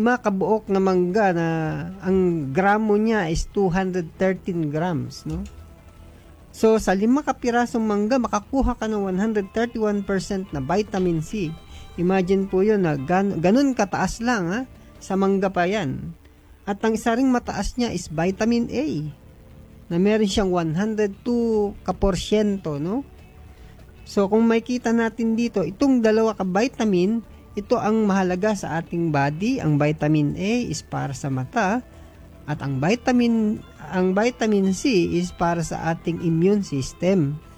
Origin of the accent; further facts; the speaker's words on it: Manila, Metro Manila, Philippines; Ako'y Tagalog talaga, no? Gikan pa ako sa Manila.